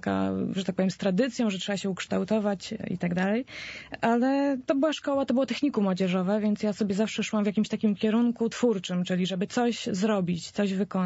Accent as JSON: {"language": "Polish", "town": "Warsaw", "region": "Masovian Voivodeship", "country": "Poland", "said": "Pochodzę z Warszawy. W domu została mi przekazana wiara, natomiast nie żywa wiara, ale taka tradycyjna"}